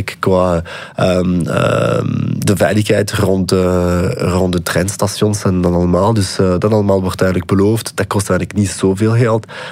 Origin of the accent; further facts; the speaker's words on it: Wallonia, Belgium; Dutch is a second language; now in Brussels, Belgium; Aanvankelijk kom ik uit Wallonië, waar het Nederlands echt een vreemde taal is.